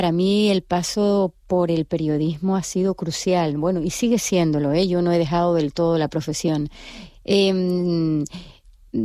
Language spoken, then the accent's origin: Spanish; Canary Islands, Spain; also born or lived in Buenos Aires, Argentina; yo me siento canaria, estoy aquí desde los 6 meses, pero cuando voy a Buenos Aires tampoco me siento extranjera del todo.